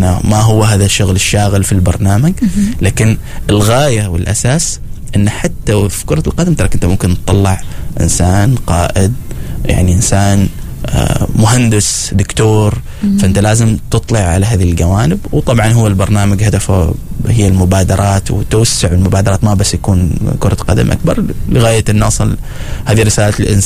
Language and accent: Arabic; Oman